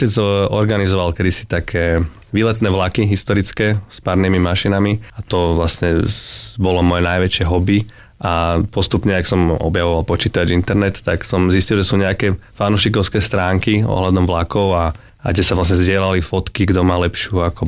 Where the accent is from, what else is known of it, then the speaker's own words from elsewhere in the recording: Bratislava, Bratislava Region, Slovakia; now in Svätý Jur, Slovakia; strávil som v nej celý život, vlastne celé detstvo, keďže som mal kamarátov z celej Bratislavy